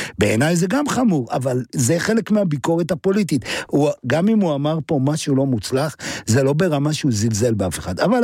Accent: Jerusalem, Jerusalem District, Israel; גדלתי בירושלים.

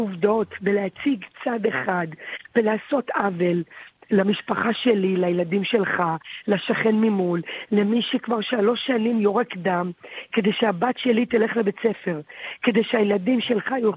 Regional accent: Beersheba, Southern District, Israel; אני גדלתי בבאר שבע. באר שבע זה זורם לי בברידים

